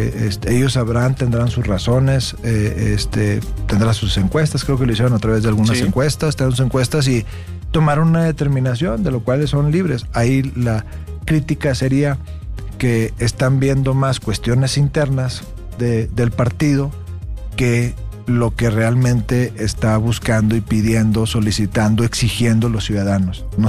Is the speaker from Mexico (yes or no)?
yes; Nuevo León, Mexico; born there; hay mucha gente que nacimos en Nuevo León